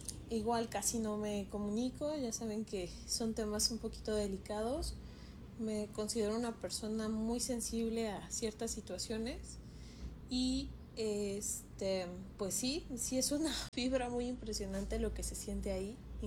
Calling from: Cuautitlán Izcalli, State of Mexico, Mexico; soy de Cuautitlán Izcalli.

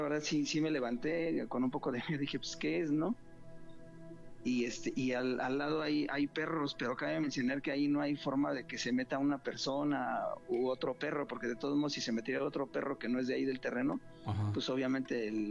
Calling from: Mexico City, Mexico; De la alcaldía de Coajimalpa.

